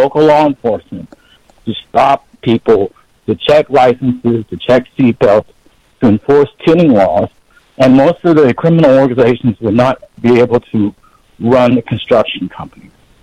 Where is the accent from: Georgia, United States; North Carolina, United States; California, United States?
North Carolina, United States; Wilmington; well, I'm from Wilmington, North Carolina, where the states are free. This is the city where the Civil War ended.